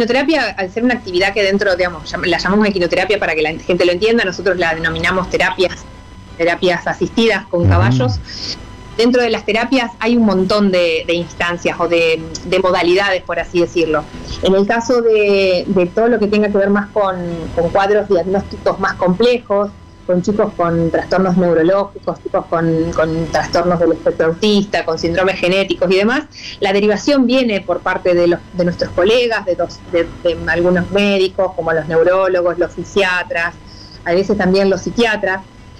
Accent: Entre Ríos, Argentina; born there; now in Rosario, Argentina; nací en Entre Ríos hace 45 años

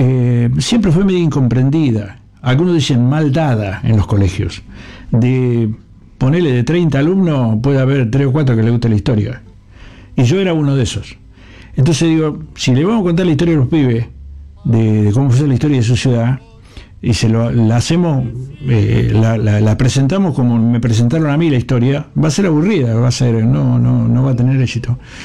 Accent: Villa Gobernador Gálvez, Santa Fe, Argentina; born there; hice como 20 años radio allá en mi pueblo

